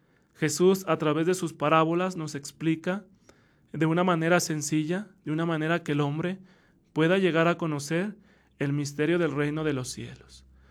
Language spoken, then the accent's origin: Spanish; Zacatecas, Mexico; now in Fresnillo, Mexico; la comunidad de donde soy originario, ¿verdad? Mandamos saludos a la comunidad del Mezquite